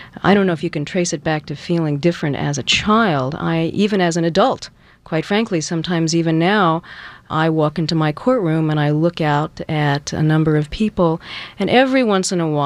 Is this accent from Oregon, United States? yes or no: no; Virginia, United States; also born or lived in New Orleans, Louisiana; I grew up primarily in Virginia, outside of Washington, D.C.